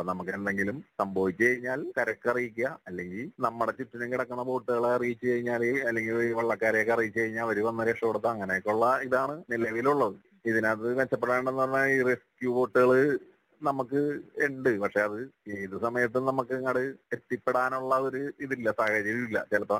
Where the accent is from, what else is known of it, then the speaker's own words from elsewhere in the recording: Malampuzha, Kerala, India; ഞാൻ മലമ്പുഴ സ്വദേശിയാണ്.